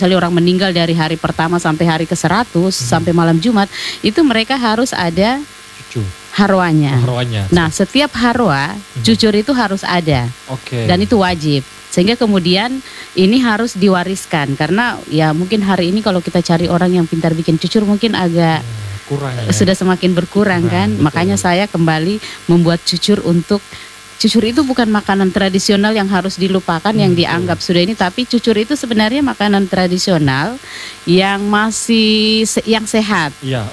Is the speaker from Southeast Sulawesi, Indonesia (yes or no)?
yes; Southeast Sulawesi, Indonesia; identitas kita sebagai orang Muna, entah orang Buton